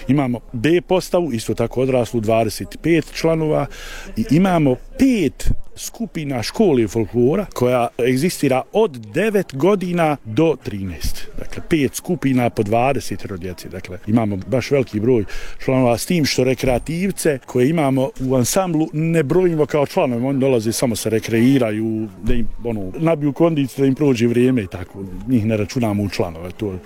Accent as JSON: {"language": "Bosnian", "town": "Olovo", "region": "Federation of Bosnia and Herzegovina", "country": "Bosnia & Herzegovina", "said": "Mi dolazimo iz Olova, odakle su porijeklom Bošnjaci, Katolici, Hrvati. To je, znači, direktne tragove imamo u svom gradu i dan danas."}